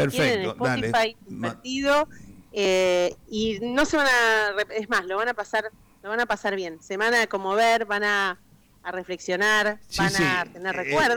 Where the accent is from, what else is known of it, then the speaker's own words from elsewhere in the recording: Argentina; Tenemos mucho para contar nosotros como argentinos